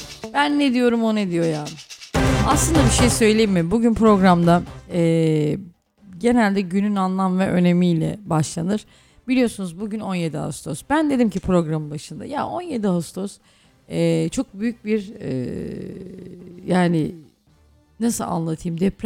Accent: Düzce, Turkey; Düzce firması kardeşim. Düzce'liyiz biz be.

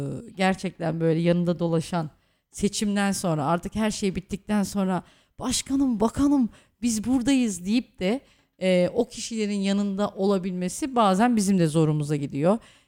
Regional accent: Düzce, Turkey; bir Düzceli olarak

